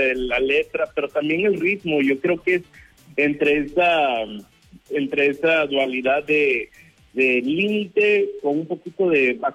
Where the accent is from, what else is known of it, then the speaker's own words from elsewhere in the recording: Oaxaca, Mexico; now in United States; Que somos mexicanos. Yo soy, yo soy de Oaxaca.